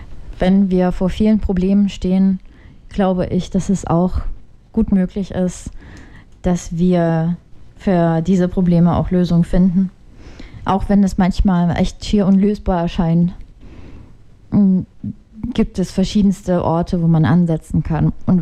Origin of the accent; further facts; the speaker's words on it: Chernihiv, Chernihiv Oblast, Ukraine; moved away; ich komme aus Tschernihiw, ich habe vor allen Dingen starke Verbindungen dahin